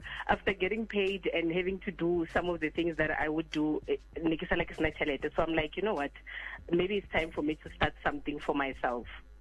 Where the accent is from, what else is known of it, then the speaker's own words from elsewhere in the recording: Tzaneen, Limpopo, South Africa; now in Pretoria, South Africa; Kitwa Tzanin, it's not Venda, so I'm Tzanin. I'm from Tzanin.